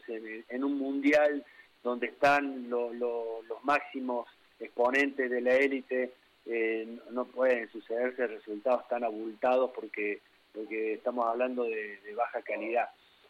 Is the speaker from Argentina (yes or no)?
yes; Argentina; now in Ecuador; terminé más embroncado ese día que si hubiese perdido Argentina, porque ya hace 24 años estoy acá, Pedro, y me siento un ecuatoriano más.